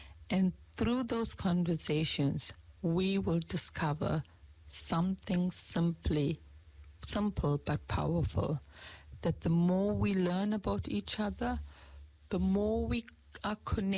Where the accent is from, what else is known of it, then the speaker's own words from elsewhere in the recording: South Africa; moved away as an adult; now in New Zealand; I come from South Africa. So I grew up during apartheid South Africa.